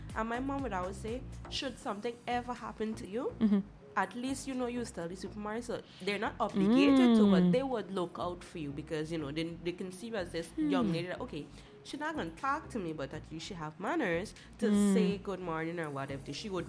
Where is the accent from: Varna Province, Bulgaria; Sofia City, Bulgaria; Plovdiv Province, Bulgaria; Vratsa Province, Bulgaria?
Sofia City, Bulgaria; Sofia; for a few years of my life, I grew up in Sofia, right? And it's the civilized part of Sofia.